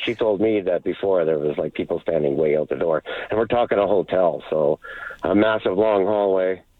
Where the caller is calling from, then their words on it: Red Deer, Alberta, Canada; because I'm in Red Deer.